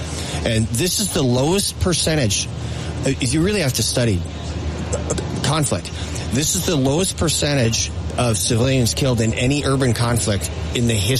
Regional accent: Wisconsin, United States; I'm from Wisconsin

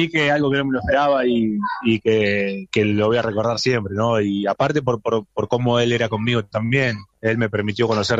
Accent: Argentina; como buen argentino, la celeste y blanca y con todas las vibras para el domingo.

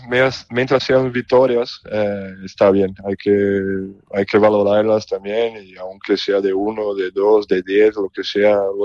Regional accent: São Bernardo do Campo, São Paulo, Brazil; moved away as an adult; now in Spain; soy de São Paulo, sí, al lado de São Paulo, está muy cerquita.

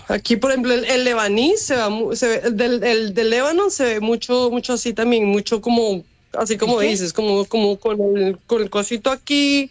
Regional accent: Australia; Spanish is a second language; El australiano es más como esta es mi plata, como esto soy yo, ¿sí me entiendes? Somos secos, sí, secos, europeos.

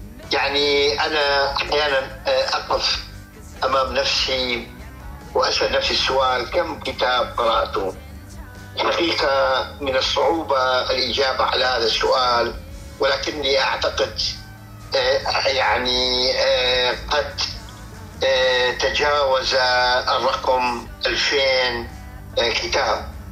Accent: Iraq; عراقي من مواليد العراق 1955, وخريج آداب لغة عربية.

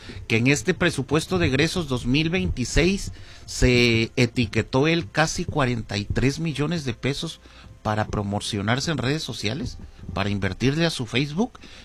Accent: Ciudad Juárez, Chihuahua, Mexico; Nosotros, ¿cómo recibimos a nuestros visitantes? Tenemos una excelente población, juarenses, hombres y mujeres echados para adelante, pero una pésima administración.

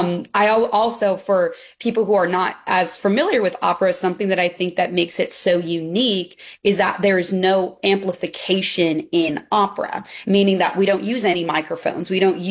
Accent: Nebraska, United States; now in Houston, United States; I'm from Nebraska originally, so

